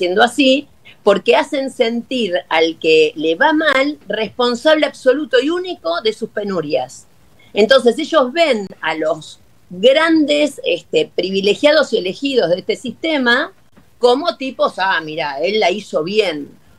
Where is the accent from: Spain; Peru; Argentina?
Argentina; Y nosotros no somos todos los argentinos, somos el 1%, menos del 1%.